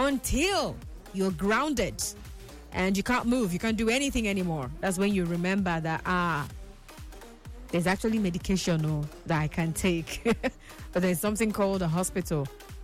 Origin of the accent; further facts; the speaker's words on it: Port Harcourt, Rivers, Nigeria; from Port Harcourt.